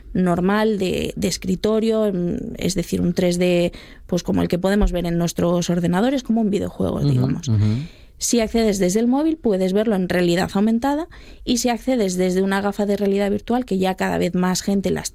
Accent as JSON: {"language": "Spanish", "region": "Asturias", "country": "Spain"}